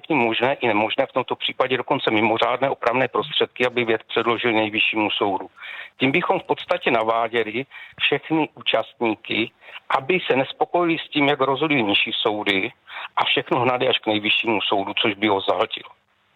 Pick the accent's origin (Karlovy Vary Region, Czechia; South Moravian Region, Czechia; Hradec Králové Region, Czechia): South Moravian Region, Czechia; Brno; Mě by to nevadilo, v Brně, já jsem z Brna